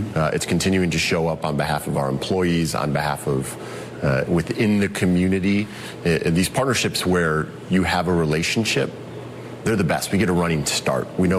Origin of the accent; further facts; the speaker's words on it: Racine, Wisconsin, United States; I grew up in Racine, Wisconsin, just south of Milwaukee.